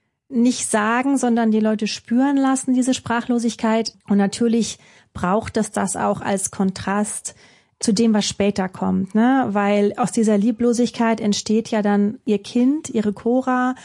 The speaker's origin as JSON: {"language": "German", "region": "Baden-Württemberg", "country": "Germany", "tie": "born or raised there", "said": "meine Heimat ist so Baden-Württemberg. Ich bin da geboren, aufgewachsen an verschiedenen Orten"}